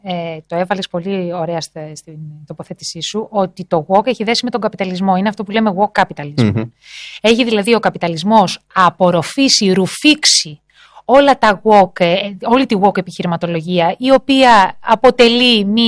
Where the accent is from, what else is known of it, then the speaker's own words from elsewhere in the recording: Greece; εμείς που τις βάζουμε είμαστε Έλληνες.